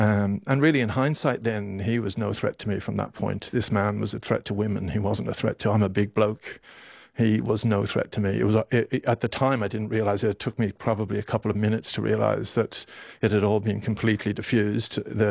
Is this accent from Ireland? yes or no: yes; Ireland; I mean, rather amusingly, I come from Ireland. I grew up in Ireland in the 70s in a country that was sort of in the midst of a civil war.